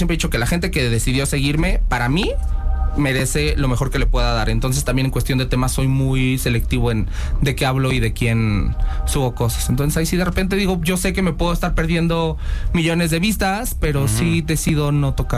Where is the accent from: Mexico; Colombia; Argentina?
Mexico; San Cristóbal de las Casas, Chiapas; born or raised there